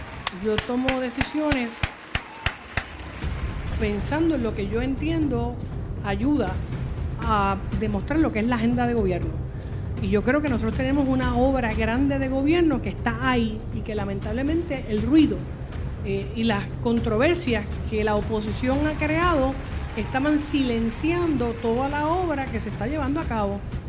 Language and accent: Spanish; Puerto Rico